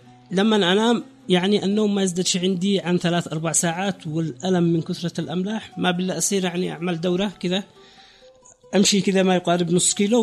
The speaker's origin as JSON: {"language": "Arabic", "region": "Raymah", "country": "Yemen", "said": "انا متريمه بس يشوروا."}